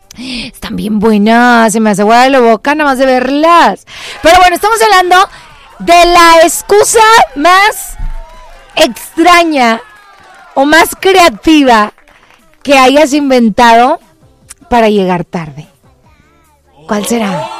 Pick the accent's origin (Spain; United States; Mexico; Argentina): Mexico; Y es que de pronto somos súper ingeniosos, eso es algo que nos distingue siendo mexicanos.